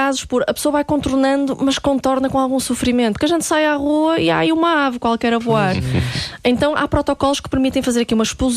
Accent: Porto, Portugal; que nós somos aqui do Norte, na Boa Vista

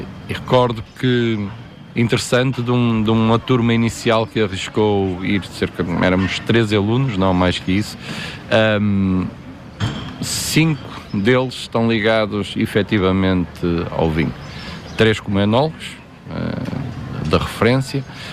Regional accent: Marco de Canaveses, Norte, Portugal; moved away as an adult; now in Amarante, Portugal; Eu sou natural do Mar Canaveses, um concelho vizinho, mas, por ironia do destino, vim parar a Amarante, Agatão, em específico

